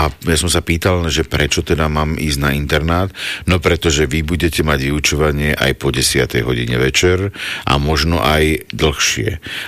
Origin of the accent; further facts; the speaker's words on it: Pezinok, Bratislava Region, Slovakia; moved away as an adult; Tak ja som z Pezinka. Sice som sa narodil na Bezručke, čo je v Bratislave. A tam v Pezinku som vyštudoval všetky tie školy